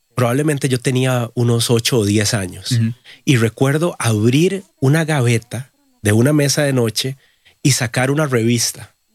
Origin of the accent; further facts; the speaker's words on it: Costa Rica; yo crecí en Costa Rica, en una familia de hombres.